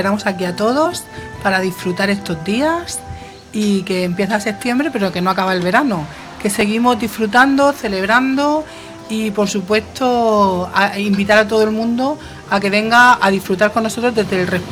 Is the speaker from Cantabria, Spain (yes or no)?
no; Cartagena, Region of Murcia, Spain